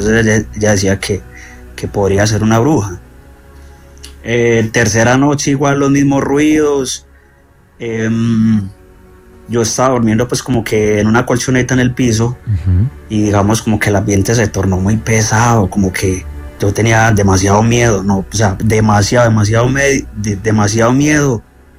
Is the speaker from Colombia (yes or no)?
yes; Antioquia, Colombia; moved away; todo empezó en el pueblo de donde yo soy, que es como hacia el nordeste